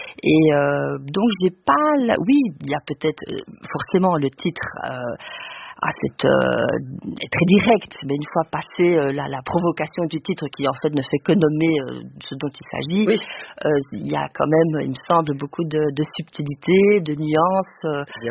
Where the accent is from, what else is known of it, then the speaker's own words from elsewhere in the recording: Luxembourg; moved away as an adult; also born or lived in Brussels, Belgium; Je suis née à Bruxelles, d'une mère espagnole, d'un père belge. Ensuite, j'ai grandi au Grand Duché de Luxembourg et j'y ai vécu jusqu'à mes 18 ans.